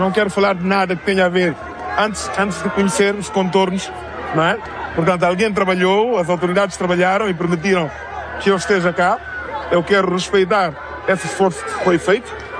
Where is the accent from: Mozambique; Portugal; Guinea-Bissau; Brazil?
Guinea-Bissau; Eu sou guineense